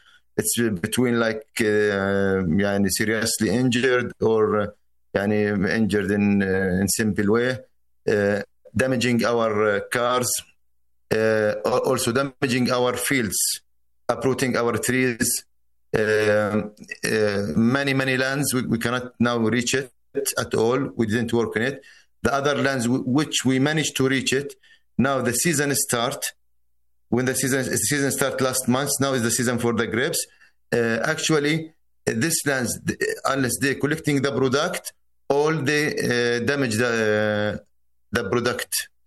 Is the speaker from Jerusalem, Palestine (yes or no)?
no; Halhul, West Bank, Palestine; English is a second language; I am from Halhul. Halhul is a city north to Hebron. In Halhul, we are our main business or our main work is farmers.